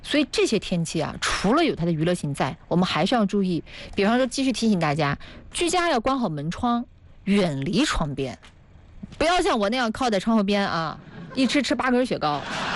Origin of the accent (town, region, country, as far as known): Huaibei (north of the Huai River), China; born there